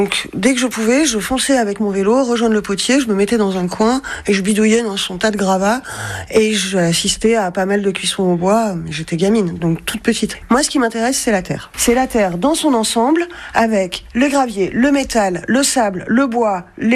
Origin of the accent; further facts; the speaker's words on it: Lyon, Auvergne-Rhône-Alpes, France; also born or lived in Normandy / Lille / Belle-Île; J'ai grandi à Lyon, mais j'ai passé beaucoup de temps en Normandie, beaucoup de temps à Lille et beaucoup de temps à Belle-Île, en mer. Donc en fait, j'étais un enfant assez nomade.